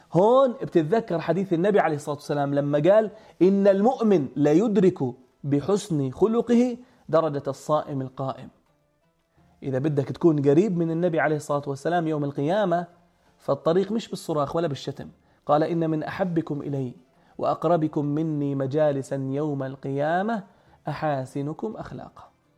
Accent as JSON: {"language": "Arabic", "country": "Jordan", "said": "هذا الأثر الطيب اللي بيشبهنا إحنا كأردنيين"}